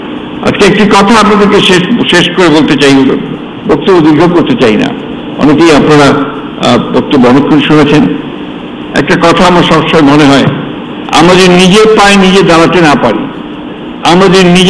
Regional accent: Bangladesh

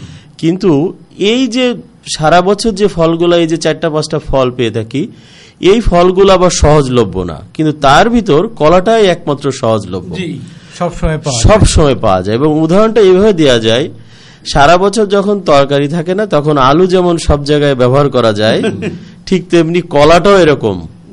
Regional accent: Bangladesh; আমরা বাংলাদেশের মানুষ

